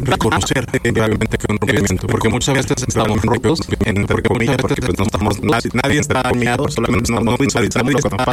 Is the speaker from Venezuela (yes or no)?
yes; Venezuela; moved away as an adult; now in Monterrey, Mexico; Venezuela